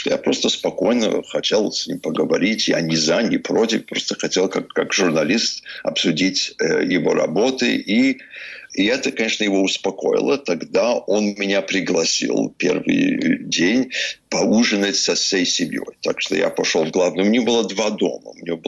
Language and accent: Russian; Vermont, United States; в Вермонт, мой родной штат